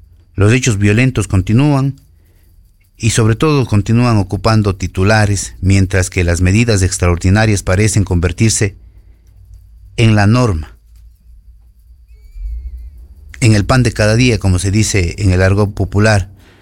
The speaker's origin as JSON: {"language": "Spanish", "country": "Ecuador", "said": "nosotros como ecuatorianos, como ciudadanos"}